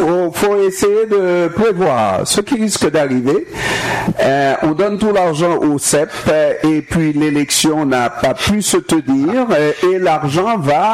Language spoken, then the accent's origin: French; Longueuil, Quebec, Canada; Moi, je suis de Longueuil, quand même, pas de Terrebonne.